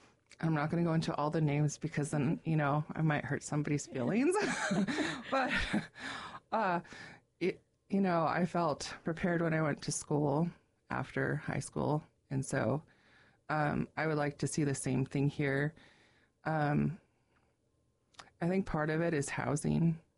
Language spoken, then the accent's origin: English; Haines, Alaska, United States; Well, I'm originally from Haines. I was born here at the clinic. And so I went through the school here, obviously.